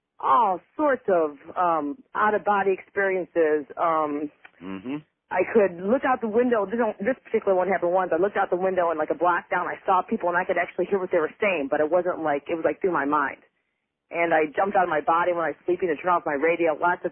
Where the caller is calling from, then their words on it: Peoria, Illinois, United States; I'm calling from Peoria, Illinois.